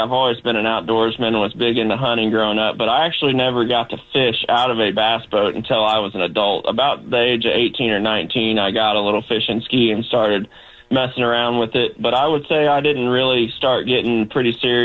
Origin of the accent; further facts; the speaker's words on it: Versailles, Missouri, United States; I grew up in Versailles, went to school there K through 12.